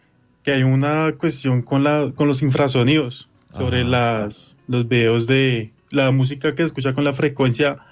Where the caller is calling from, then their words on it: Bogotá, Colombia; Desde Bogotá, Colombia.